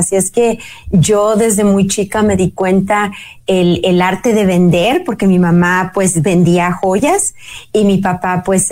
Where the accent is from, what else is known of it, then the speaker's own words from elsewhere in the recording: Mazatlán, Sinaloa, Mexico; moved away as an adult; now in Central Valley, California, United States; Soy pata salada costeña, nací y pues viví por los primeros 18 años en Mazatlán. Es una ciudad hermosa que está en la perla del Pacífico, el noroeste de México, y pues pasé una infancia hermosa allí en Mazatlán.